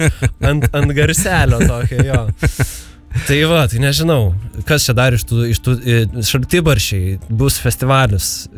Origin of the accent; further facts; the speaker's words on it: Vilnius, Vilnius County, Lithuania; čia būtent mes vilniečiai.